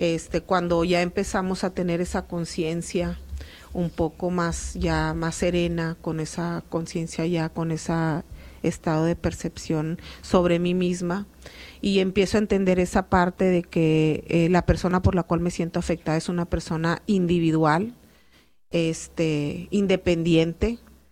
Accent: Nuevo León, Mexico; en nuestro estado de Nuevo León

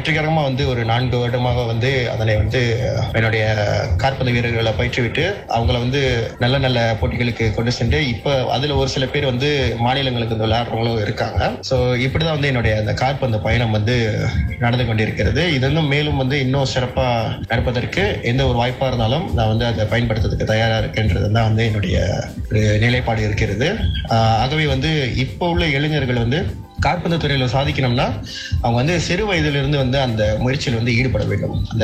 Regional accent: Kuala Selangor, Selangor, Malaysia; என்னுடைய சொந்த ஊர் வந்து கோலஸ்லங்கோர்.

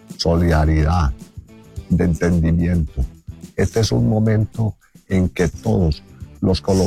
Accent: Colombia; Vente, mi pueblo colombiano, los quiero, los amo.

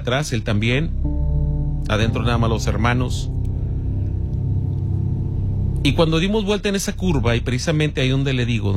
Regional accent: Coahuila, Mexico; hay un pueblo que se llama Francisco y Madero, ante Chávez. Queda más o menos mi pueblo como a media hora, más o menos.

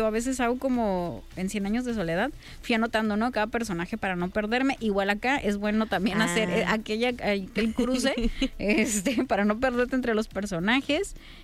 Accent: Mexico

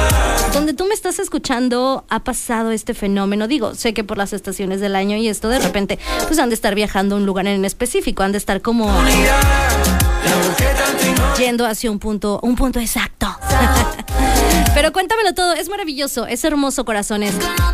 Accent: Fortín, Veracruz, Mexico; Yo soy de Fortín, chicos, y de repente me tocaba que en una época del año se dejaba venir como, híjole, como iban como en su viaje, un buen de mariposas

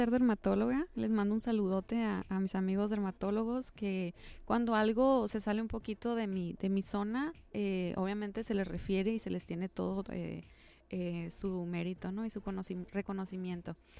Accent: Sonora, Mexico; soy de Sonora y de repente digo plebes

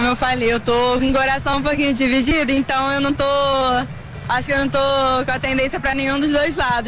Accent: Brazil; also born or lived in Norway; eu tenho metade da minha família brasileira, outra metade é norueguesa. Eu nasci lá na Noruega, mas eu morei a minha vida toda aqui no Brasil.

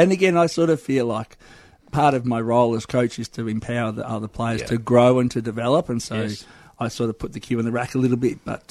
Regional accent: Ballarat, Victoria, Australia; so for growing up in country Victoria, I grew up in Ballarat. Mum and Dad are still there

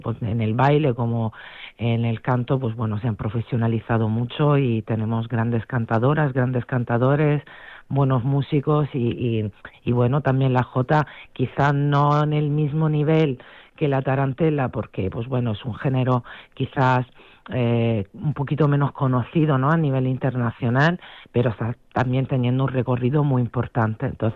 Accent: Italy; moved away as an adult; now in Spain; Yo soy italiana, llevo aquí 26 años

